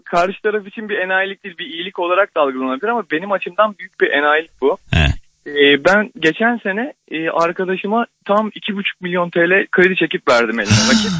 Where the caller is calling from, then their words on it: Istanbul, Turkey; İstanbul'dayım. İstanbul'dayım.